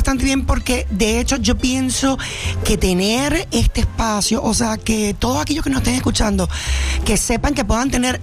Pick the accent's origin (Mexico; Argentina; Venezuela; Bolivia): Venezuela; now in Gran Canaria, Spain; Pues yo, como sabrás, soy venezolana. Bueno, tengo las dos nacionalidades, la canaria y la venezolana.